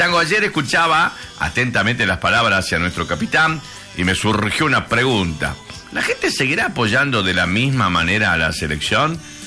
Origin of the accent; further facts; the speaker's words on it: Argentina; como argentino, como futbolero